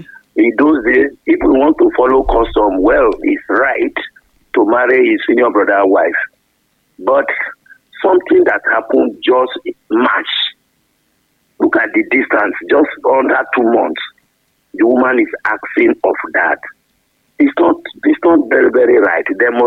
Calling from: Akobo, Jonglei, South Sudan; I'm calling from Akobo.

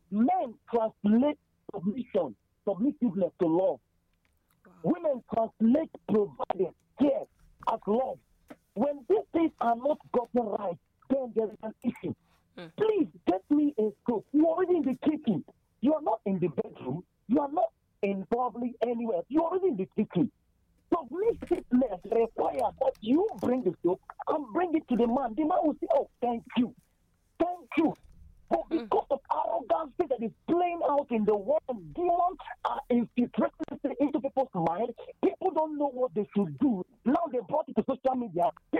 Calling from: London, United Kingdom; I'm calling from London.

